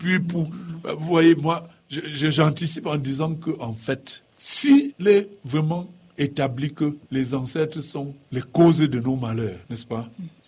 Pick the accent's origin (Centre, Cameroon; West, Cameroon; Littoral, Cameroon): West, Cameroon; Tonga; Je me rappelle chez nous dans le Ndé, chez moi à Tonga.